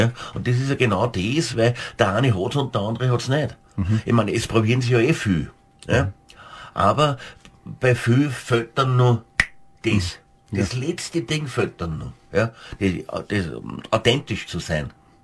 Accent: St. Pölten, Lower Austria, Austria; also ich liebe mein Heimatort, St. Pölten

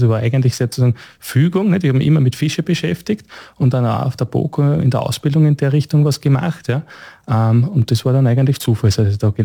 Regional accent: Litschau, Lower Austria, Austria; Naja, ich bin im Waldviertel aufgewachsen, im nördlichen Waldviertel, genau genommen in der nördlichsten Stadt Österreichs, in Litscha.

